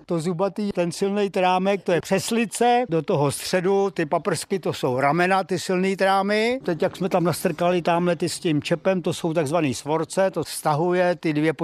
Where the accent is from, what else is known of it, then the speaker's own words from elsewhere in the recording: Petrovice, Central Bohemian Region, Czechia; a pocházíme z Petrovic u Sedlčan.